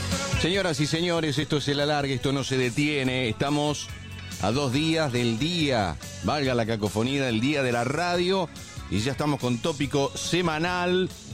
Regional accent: Argentina; Son de sobremesa larga, los curas, como cualquier argentino. Eso vendrá de nuestra herencia española.

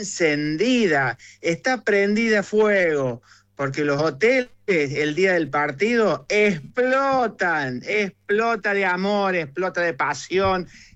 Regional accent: San Luis, Argentina; Somos puntanos.

